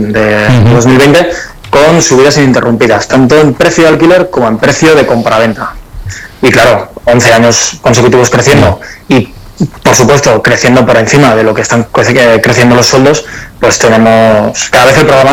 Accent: Altea, Valencian Community, Spain; yo llegué, bueno, de un pueblito de Alicante, de Altea, me fui a estudiar a Valencia con tres amigos del bachiller.

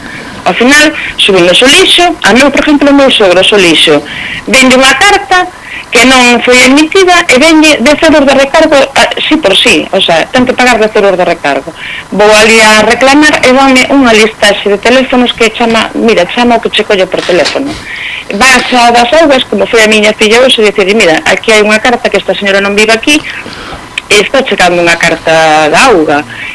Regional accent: O Irixo, Galicia, Spain; Pois son do Irixo, claro que sí que son do Irixo.

